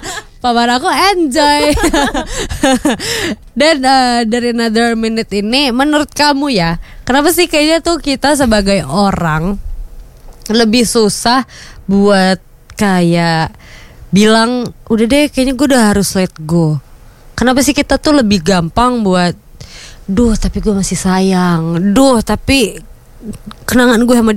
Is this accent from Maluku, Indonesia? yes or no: yes; Ambon, Maluku, Indonesia; aku orang Ambon.